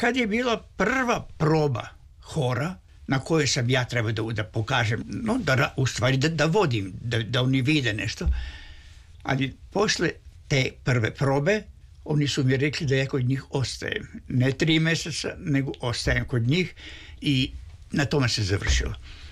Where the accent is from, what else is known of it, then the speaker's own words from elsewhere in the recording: Russia; Pored toga, ja sam bio Rus. To mnogi nisu volili.